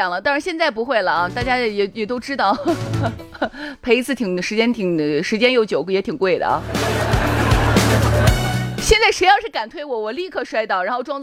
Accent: Shaanxi, China; 你这个有点像陕西人说话了，因为我们陕西人吵架是这样子的

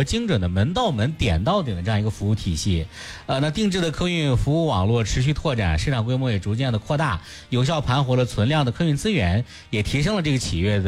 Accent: Shanxi, China; moved away; 我们老家就是啊，当地没有，我们得坐到侯马，从侯马再中转到别的城市去。

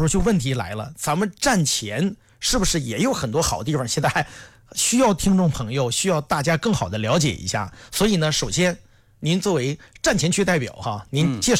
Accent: Yingkou, Liaoning, China; 我小时候我是从西市长大的孩子

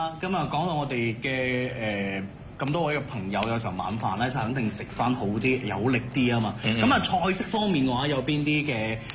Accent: Guangdong, China; 我作為廣東人啦

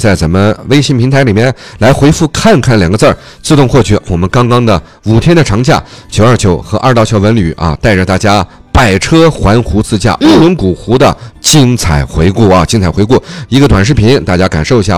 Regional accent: China; 我也是那块长大的啊。

